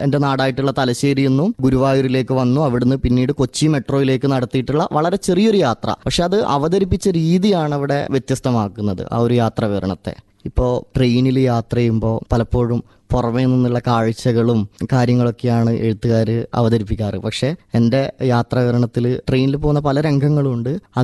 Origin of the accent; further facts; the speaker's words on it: Mokeri, Kerala, India; എന്റെ വീട് കണ്ണൂർ ജില്ലയിലെ പാനൂരിനടുത്ത് മൊകേരിയാണ്.